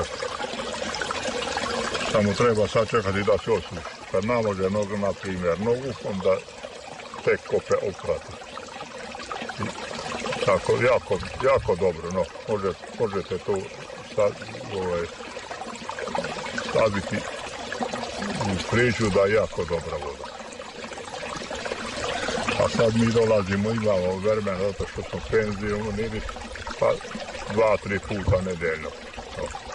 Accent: Senta, Vojvodina, Serbia; Mi smo iz Sente došli, pa dolazimo često

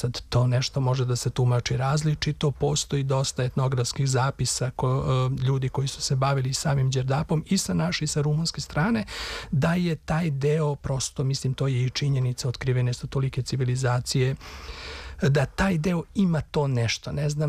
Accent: Serbia; ajde, ja sam Srbin, pa Srbija mora da bude lepa, dobra.

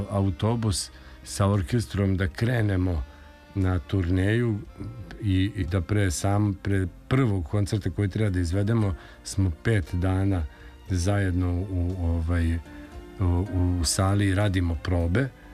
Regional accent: Sremska Mitrovica, Vojvodina, Serbia; taj prvi koncert najvažniji je bio u pozorištu Dobrica Milutinović u Sremskoj Mitrovici u mom gradu, odakle sam ja.

